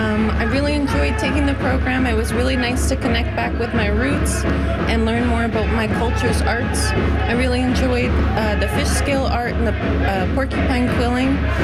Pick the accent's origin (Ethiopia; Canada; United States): Canada; Alberta; now in Yellowknife, Canada; I wasn't raised here in Yellowknife. I am YKDFN, but I grew up down south in Alberta.